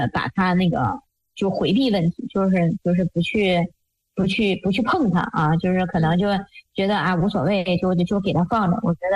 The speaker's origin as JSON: {"language": "Chinese", "town": "Dalian", "region": "Liaoning", "country": "China", "said": "因为我是东北人嘛，我是那个辽宁大连，"}